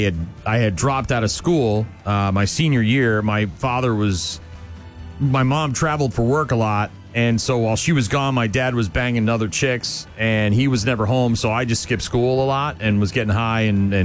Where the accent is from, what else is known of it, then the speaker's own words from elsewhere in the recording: Nashua, New Hampshire, United States; moved away; We lived, we moved into a house on Syracuse Road in Nashua, New Hampshire, my hometown. And I grew up there. I spent most of my life there until, well, my early life, till I was about, when I was 16